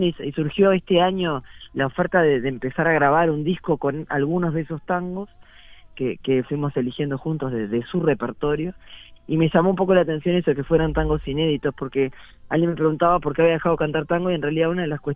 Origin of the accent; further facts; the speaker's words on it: Montevideo, Uruguay; now in Minas, Uruguay; yo soy de Montevideo, nací en Sayago, pero vivo en Minas hace ya casi 17 años que me vine.